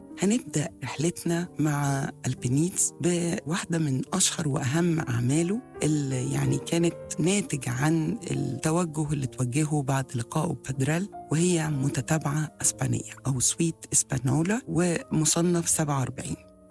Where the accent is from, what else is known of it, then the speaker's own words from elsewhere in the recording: Egypt; بتخليها دايماً قريبة لذوقنا كمصريين أو في العالم العربي أو العالم الشرقي بشكل عام.